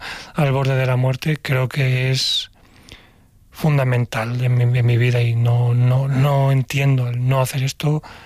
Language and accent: Spanish; Valencia, Valencian Community, Spain; yo soy de Valencia, aquí en Valencia